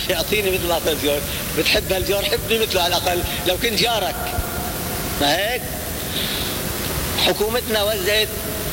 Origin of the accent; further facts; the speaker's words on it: Lebanon; ما نحن لبنانيين مثلنا